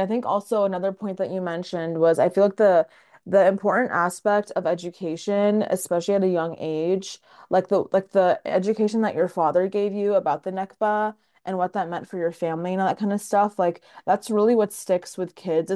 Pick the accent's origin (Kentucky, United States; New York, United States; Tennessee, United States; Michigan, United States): Tennessee, United States; I just kind of at one point growing up, because I grew up in Tennessee, and I just started to realize that like my country wasn't really being talked about anywhere.